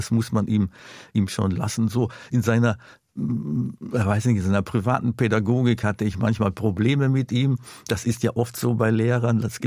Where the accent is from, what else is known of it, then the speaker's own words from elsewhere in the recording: Duisburg, North Rhine-Westphalia, Germany; Ja, Duisburg ist natürlich bis heute berühmt berüchtigt, und ich bin aufgewachsen in Duisburg-Marxloh. Das ist der berüchtigste Stadtteil bis heute.